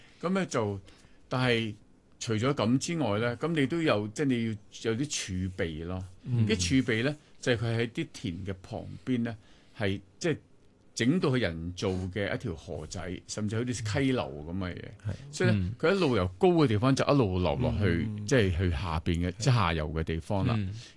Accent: Yuen Long, New Territories, Hong Kong; 我哋細個嗰陣時喺元朗啲農村長大

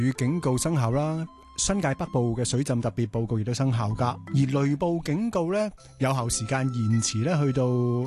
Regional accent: Hong Kong; 我哋香港人

